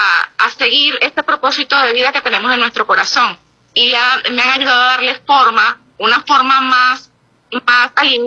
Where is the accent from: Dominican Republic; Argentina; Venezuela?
Venezuela; como muchos venezolanos y venezolanas, pues afrontamos muchas situaciones que son ajenas a nuestro control.